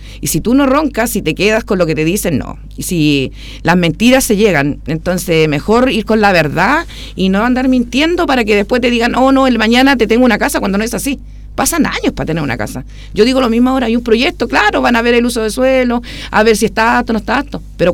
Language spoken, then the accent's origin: Spanish; Talcahuano, Biobío, Chile; Somos siempre de Talcahuano, tenemos nuestros trabajos en Talcahuano